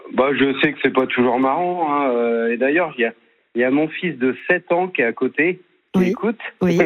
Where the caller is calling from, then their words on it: Hauts-de-France, France; Dans le 02, dans l'Aisne.